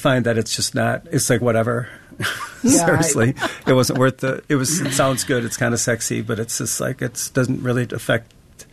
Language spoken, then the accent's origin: English; Marshfield, Wisconsin, United States; also born or lived in Madison / Colorado; Growing up in central Wisconsin, we didn't have fish boils. There's always fish fries growing up in Marshfield. Come to Madison, move out to Colorado, come back here, decide to go to culinary school.